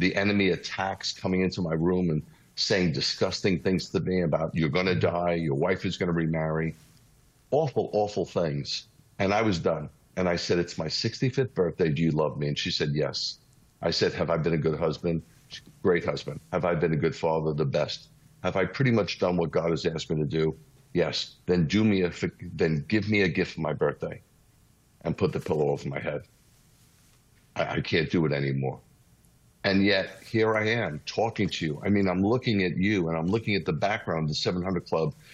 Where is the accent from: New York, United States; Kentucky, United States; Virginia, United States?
New York, United States; But yes, I'm a New Yorker. I shoot from the hip.